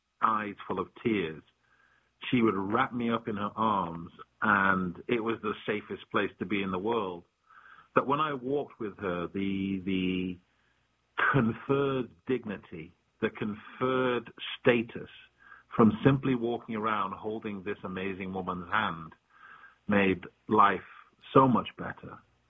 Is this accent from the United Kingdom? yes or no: yes; Stockport, North West England, United Kingdom; Dear coach, insert name here … I'm from Stockport, England. I'm 6'9" and black.